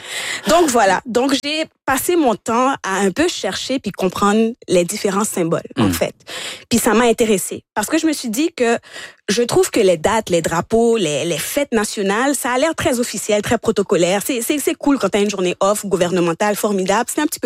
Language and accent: French; Montreal, Quebec, Canada; born there; Donc, pour l'histoire et pour la vérité, je suis née à Montréal et j'ai un passeport canadien.